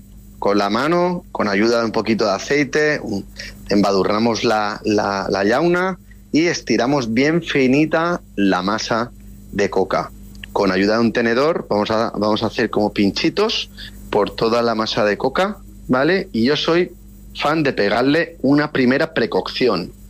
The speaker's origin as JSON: {"language": "Spanish", "region": "Balearic Islands", "country": "Spain", "said": "como buen mallorquín que soy, o buen mediterráneo"}